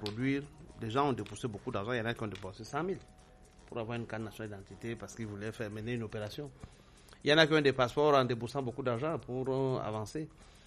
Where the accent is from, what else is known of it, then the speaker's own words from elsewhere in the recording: Cameroon; Dès que je suis Camerounais à vie.